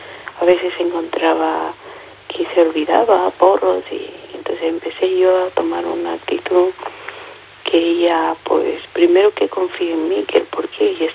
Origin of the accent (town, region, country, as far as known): Peru